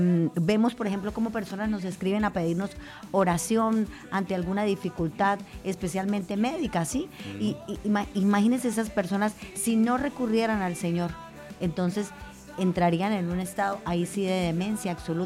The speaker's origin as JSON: {"language": "Spanish", "town": "Sardinata", "region": "Norte de Santander", "country": "Colombia", "tie": "born there", "said": "Mis raíces son de Sardinata, norte de Santander."}